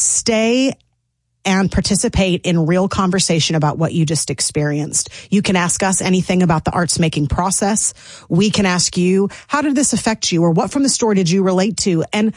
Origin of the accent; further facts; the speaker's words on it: Franklin, Tennessee, United States; And we found it as the Franklin Theater Fellowship. I'm from Franklin. And so that's where we began, did our first show there, first two shows.